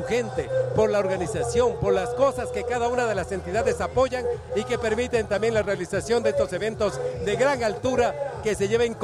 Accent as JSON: {"language": "Spanish", "town": "Quito", "region": "Pichincha", "country": "Ecuador", "said": "Lo podemos hacer como quiteños y ecuatorianos"}